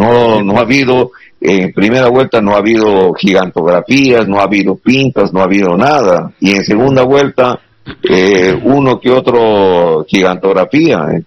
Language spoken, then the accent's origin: Spanish; Amazonas, Peru; como peruanos, como amazoneses